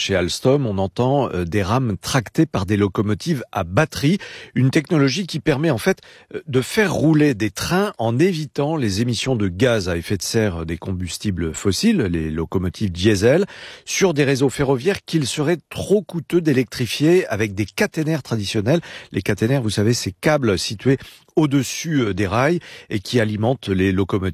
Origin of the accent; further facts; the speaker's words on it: France; chez nous, en France